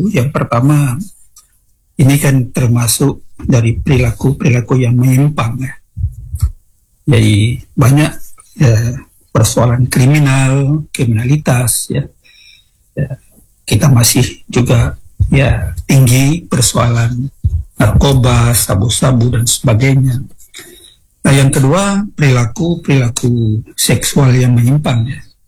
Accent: Aceh, Indonesia; Apalagi yang kita Aceh ini sedang dan melakukan pemberlakuan syariat Islam ya

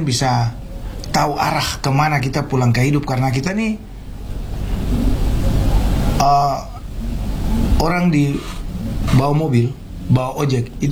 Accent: Sorong, Southwest Papua, Indonesia; Tapi kita ini anak-anak yang lahir besar di Sorong, ya. Kota Sorong ini.

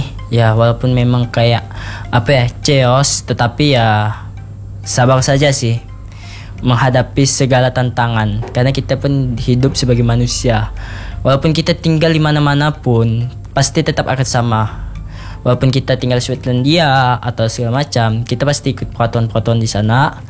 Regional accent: Indonesia; born there; mencintai negara kita juga, karena kita pun lahir di Indonesia.

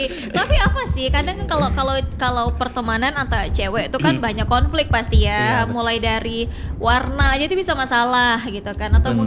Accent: Aceh, Indonesia; kita kan memang Aceh gitu kan

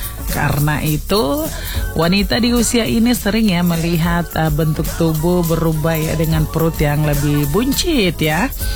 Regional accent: Merauke, South Papua, Indonesia; Kita orang Merauke biasa bilang begitu kan.

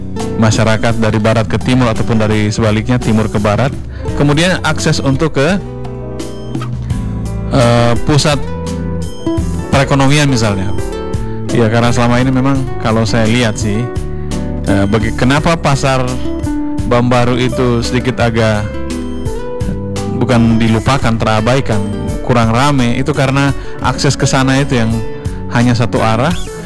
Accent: Palu, Central Sulawesi, Indonesia; kami warga Kota Palu

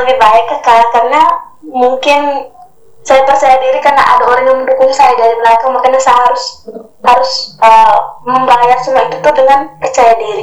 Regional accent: East Nusa Tenggara, Indonesia; Karena kalau saya menyanyikan … ini kan lagunya dari NTT nih, sedangkan saya dari NTT.

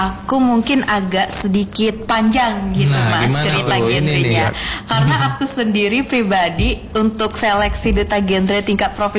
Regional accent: Jambi, Indonesia; aku dari Kabupaten Batanghari. Aku SMA di sana gitu, di SMA 3 Batanghari, kemudian ikut organisasi di Pick Air di sana

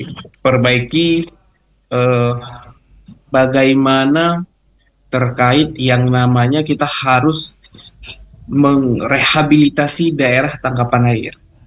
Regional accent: Langkahan District, Aceh, Indonesia; saya seperti asal dari Kecamatan Langkahan

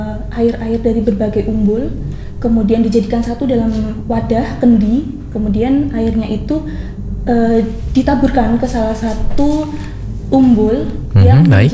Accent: Klaten, Central Java, Indonesia; Karena saya dari Klaten, dan kebetulan Klaten itu banyak sekali umbul

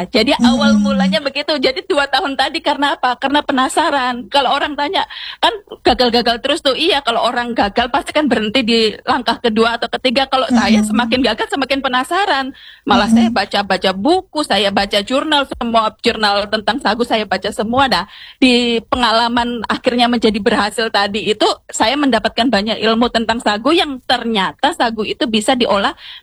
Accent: Yogyakarta, Special Region of Yogyakarta, Indonesia; born or raised there; moved away as an adult; now in Jayapura, Indonesia

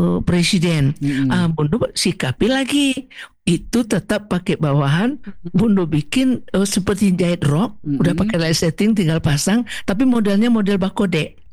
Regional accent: West Sumatra, Indonesia

